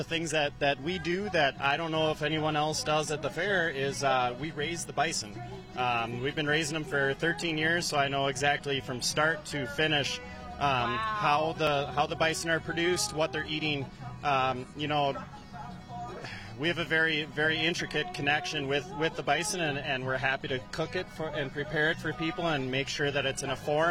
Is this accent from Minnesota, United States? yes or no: yes; Minnesota, United States; I'm from Minnesota